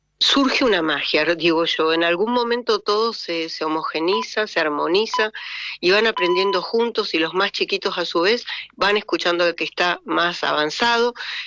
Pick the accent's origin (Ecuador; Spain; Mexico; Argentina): Argentina; Bariloche, Río Negro; born there; Yo soy nacida, toda mi familia es de la provincia de Río Negro. Sí, he tenido abuelos en Viedma, pero nací en Bariloche y me desarrollé como docente en lo que le llamamos la línea sur rionegrina